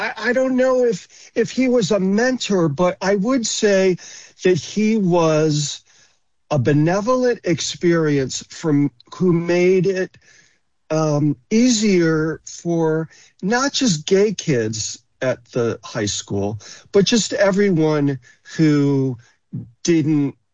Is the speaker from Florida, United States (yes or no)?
no; Greece, New York, United States; Yes. I was born in the early 60s, and I grew up in Greece.